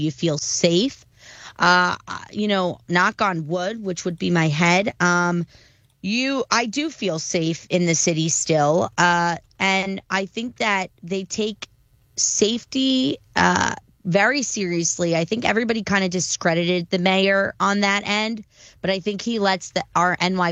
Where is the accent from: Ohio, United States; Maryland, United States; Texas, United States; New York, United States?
New York, United States; New York City; I'm also a New Yorker.